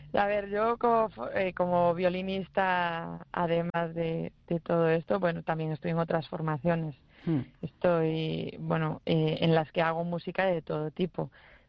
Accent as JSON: {"language": "Spanish", "town": "Vigo", "region": "Galicia", "country": "Spain", "said": "yo soy de Vigo"}